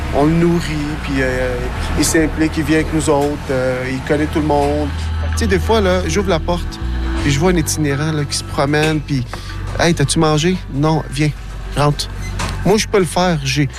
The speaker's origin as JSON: {"language": "French", "town": "Verdun", "region": "Quebec", "country": "Canada", "tie": "born or raised there", "said": "Dans Verdun. J'ai grandi dans Verdun. Je connais les difficultés que le... Que les Verdunois ou que les jeunes y ont eu, les jeunes, je les sens. Je les sens parce que j'ai vécu ici"}